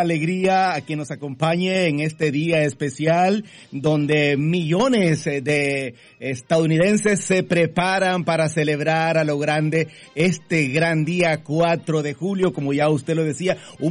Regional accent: El Salvador; now in United States; siempre tenemos nuestras raíces salvadoreñas

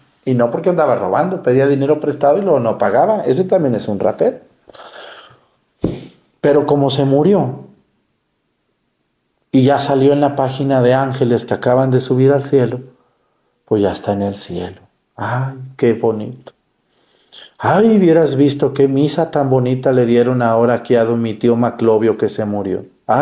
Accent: Mexticacán, Jalisco, Mexico; born there; moved away; Yo hablo de mi pueblo, de Mexicacán.

